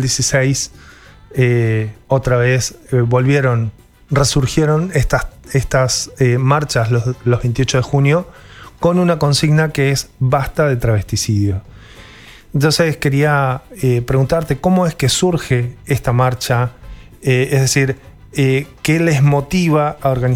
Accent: Argentina

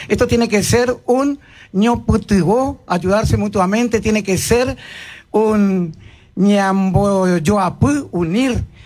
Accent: Colonia Carlos Pellegrini, Corrientes, Argentina; lo que yo escuchaba de niño en mi pueblo de Colonia Carlos Pellegrini, orilla de Liberá, donde en ese tiempo que yo era niño la gente saludaba todo en guaraní, y en el guaraní yopará, que es propio del pueblo.

